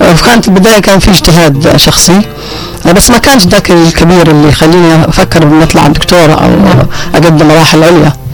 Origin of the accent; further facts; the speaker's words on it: Mukalla, Hadhramaut, Yemen; وتربيت في حافة بالمكلة، بمدينة المكلة، كلها تعاون، كلها حب، كلها ود